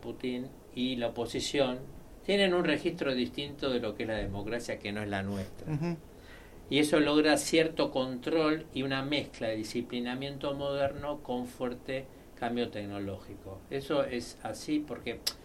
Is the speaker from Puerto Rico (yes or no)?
no; Argentina; Yo soy argentino